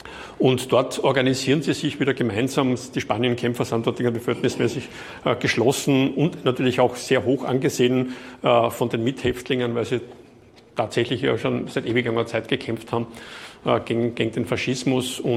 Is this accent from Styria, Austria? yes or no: yes; Graz, Styria, Austria; die damals in Wöllersdorf gewesen sind oder bei uns in Graz, in Waldendorf draußen